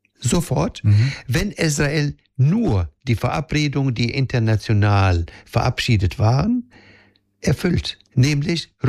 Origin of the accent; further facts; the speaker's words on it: Palestine; wir haben als Palästinenser keine Verbündeten mehr